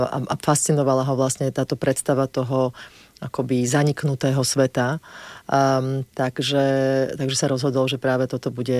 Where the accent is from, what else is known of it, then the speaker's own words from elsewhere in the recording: Bratislava, Bratislava Region, Slovakia; ja som Bratislavčanka, ja tento kút Slovenska som veľmi málo poznala